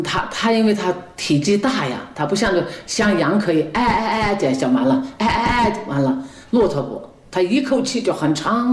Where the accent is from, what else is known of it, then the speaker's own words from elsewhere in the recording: Inner Mongolia, China; moved away; 我从小在草原上长大，小时候呢，就是很少能看得见人，没人，四五十里地才有一座蒙古包